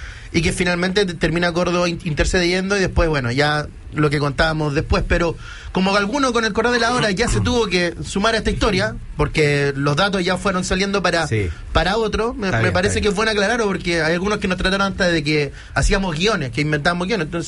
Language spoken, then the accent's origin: Spanish; Chile; Soy chilena, polaquito.